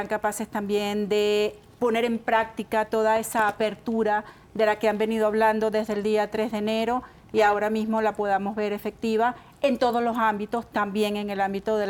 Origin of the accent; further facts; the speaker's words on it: Venezuela; nosotros quizás como venezolanos